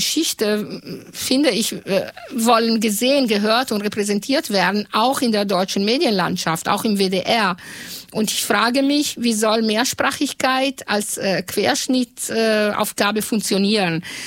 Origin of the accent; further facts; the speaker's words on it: Italy; now in Germany; Und klar können Sie oder kann ich den Sender aus meiner Heimat hören. Aber wenn ich wissen will, was hier in Deutschland los ist, aus einer anderen italienischen Perspektive